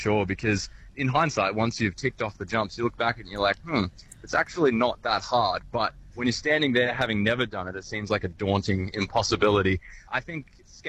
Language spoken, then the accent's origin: English; Bonville, New South Wales, Australia; So I grew up in Bonville, went to Bonville Primary School and Taormina High School, so yeah, truly local, and it wasn't until I was in 2022 I started going away.